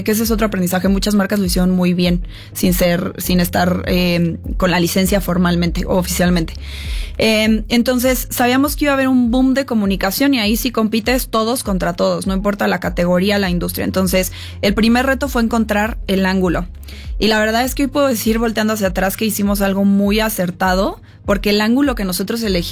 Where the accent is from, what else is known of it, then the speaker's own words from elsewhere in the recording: Mexico; todo lo que construimos como mexicanos todos acá.